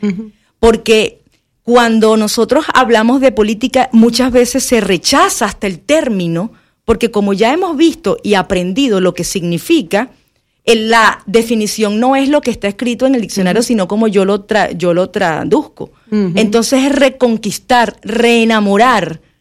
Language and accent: Spanish; Venezuela; Yo soy venezolana.